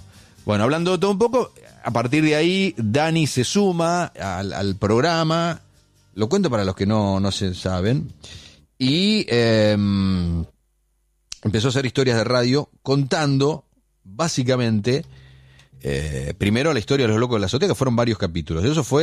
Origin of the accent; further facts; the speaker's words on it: La Madrid, Tucumán, Argentina; moved away; se juntan en mi pueblo, en La Madrid